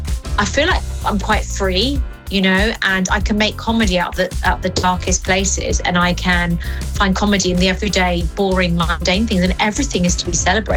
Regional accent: United Kingdom; born there; English is a second language; My parents immigrated here over to the UK, and it was really difficult at school. I didn't speak any English.

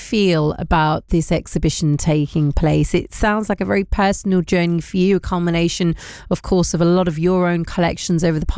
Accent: London, United Kingdom; I'm from West London, having grown up going to Osterley Park a number of times, but also my father's family are proud Punjabi Kenyans.

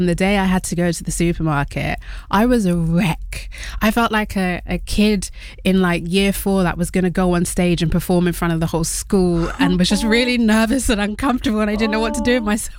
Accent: Wales, United Kingdom; Caribbean heritage and Welsh. And I just have to throw that in there. My grandma's like, don't forget to mention you're Welsh. I was like, I am proudly Welsh too.

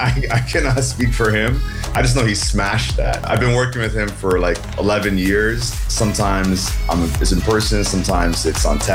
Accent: Canada; Growing up in Canada, in the school system, they couldn't always get it right.

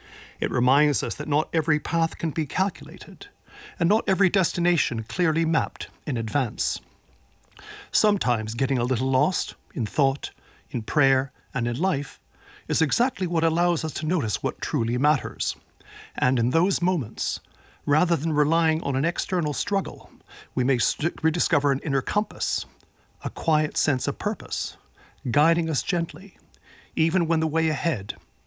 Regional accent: Toronto, Ontario, Canada; Growing up in Toronto

